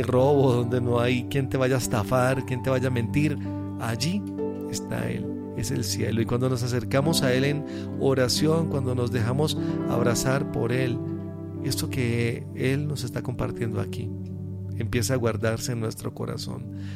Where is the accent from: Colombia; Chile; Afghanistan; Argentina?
Colombia; como colombianos, como hispanos, latinos